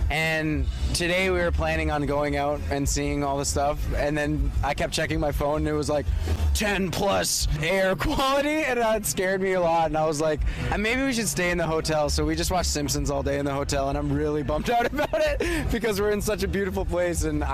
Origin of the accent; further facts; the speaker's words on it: Eskasoni, Nova Scotia, Canada; also born or lived in British Columbia; now in Ontario, Canada; I'm from Escazoni, Nova Scotia. At least my family's from Escazoni, Nova Scotia. Currently, I live in Ontario, southern Ontario, which is funny.